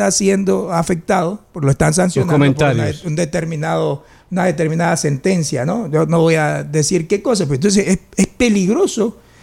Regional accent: Ecuador; no soy el único ecuatoriano que piensa de esta manera

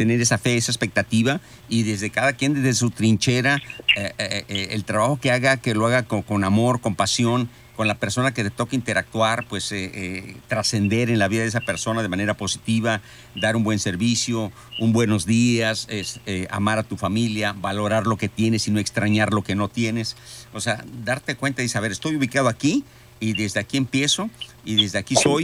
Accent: Monterrey, Nuevo León, Mexico

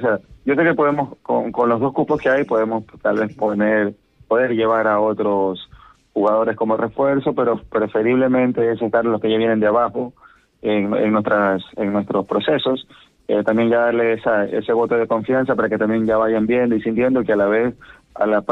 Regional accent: Portoviejo, Manabí, Ecuador; soy de aquí de Puerto Viejo, nacido, criado de aquí, familia totalmente de aquí y un portovejense de cepa.

